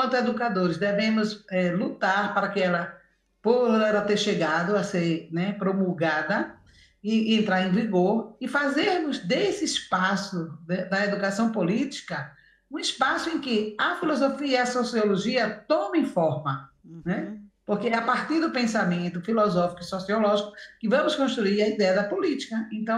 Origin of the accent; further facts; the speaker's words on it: Pernambuco, Brazil; de Pernambuco. Sou catarinense e sou de Pernambuco.